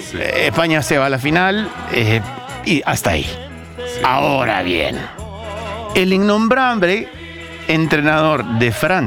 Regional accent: El Salvador; pero yo traigo la mía de Argentina. Soy salvadoreño, pero le voy a Argentina.

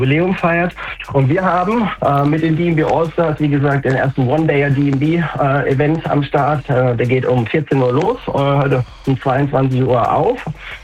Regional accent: Heidelberg, Baden-Württemberg, Germany; born there; Das ist in Heidelberg, in der Halle 02. Ich bin gebürtiger Heidelberger.

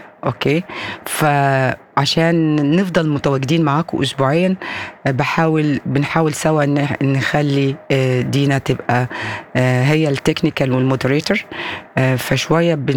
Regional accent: Egypt; وعندنا في مصر كنا يقول لك لو البنزين غلي كل حاجة بتغلى.

